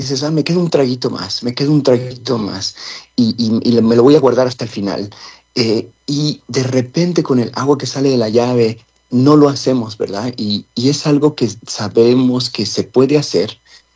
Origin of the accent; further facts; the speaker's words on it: Mexico; now in Denver, United States; Yo crecí en México donde la presión del agua venía de gravedad y del tinaco, ¿verdad? Donde no había esa presión.